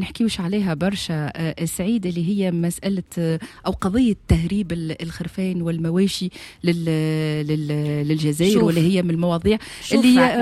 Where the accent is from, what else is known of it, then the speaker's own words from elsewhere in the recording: Tunisia; accent: Tunisian; كما يقولوا بلهجتنا التونسية.